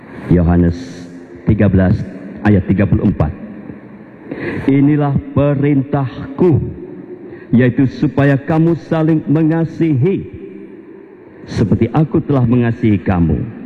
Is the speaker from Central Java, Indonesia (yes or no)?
yes; Temanggung, Central Java, Indonesia; also born or lived in Yogyakarta; Saya numpang lahir di Jogja, tetapi kemudian orang tua pindah ke Jawa Tengah, ke Temanggung. Saya orang Jogja kota dekat Malioboro.